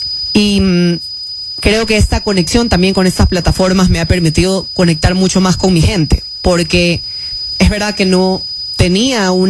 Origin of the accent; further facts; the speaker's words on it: Galápagos, Ecuador; also born or lived in Chone; Bueno, nací en Chone, de ahí estuve tal vez hasta un par de meses, hasta el año tal vez, y de ahí me fui a vivir a Galápagos.